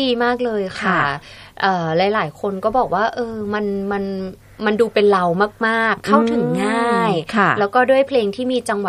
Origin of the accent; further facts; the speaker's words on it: Korat, Nakhon Ratchasima, Thailand; moved away; หนูก็เลยบอกเราเป็นคนโคราชอะเนาะหนูรักบ้านเกิดตัวเองค่ะ